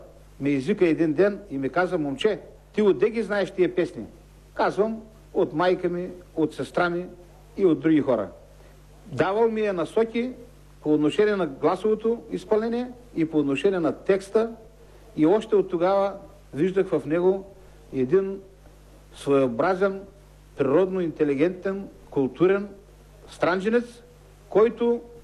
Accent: Vizitsa, Burgas Province, Bulgaria; моето родно село Визица.

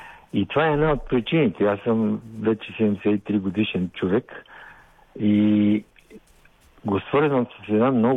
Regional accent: Plovdiv, Plovdiv Province, Bulgaria; я занесех в Пловдив, понеже съм пловдивчанин, да участвам в тамошната изложба на пловдивските художници.

